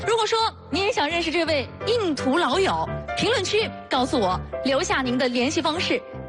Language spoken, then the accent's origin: Chinese; Hefei, Anhui, China; 作为一个安徽合肥人